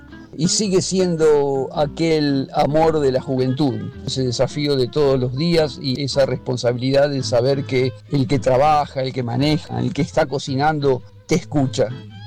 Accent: Rosario, Santa Fe, Argentina; nacido y criado en Rosario, por supuesto.

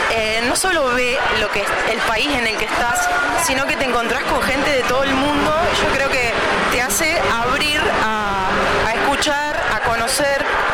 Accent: Arata, La Pampa, Argentina; born there; yo nací en Arata, hija de Hugo, muy bien lo decís, un apicultor muy apasionado.

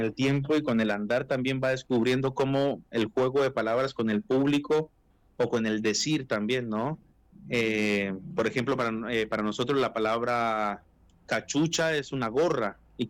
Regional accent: Bucaramanga, Santander, Colombia; now in Argentina; en mi pueblo, allá en Bucaramanga, en Santander

